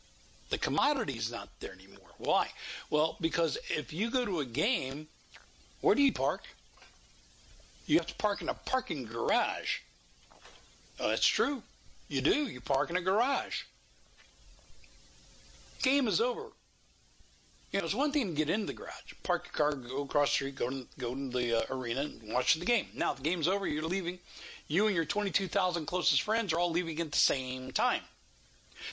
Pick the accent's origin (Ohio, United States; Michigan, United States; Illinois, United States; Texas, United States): Texas, United States; And I'm a native Texan, man. I was born and I was raised here. I'm as psycho Texan as you can get.